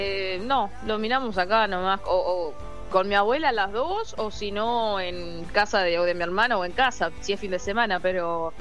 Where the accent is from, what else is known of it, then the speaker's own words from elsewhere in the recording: Uruguay; Somos uruguayos